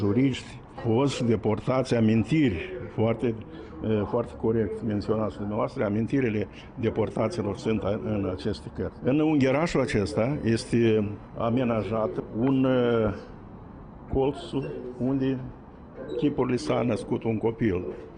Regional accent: Moldova; noi, ca basarabeni, să trăim și în spațiul nostru etnic de formare, în cadrul României întregite

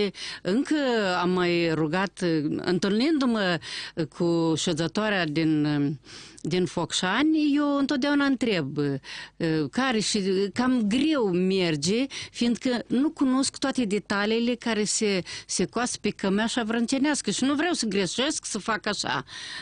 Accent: Cahul, Cahul District, Moldova; born or raised there; moved away

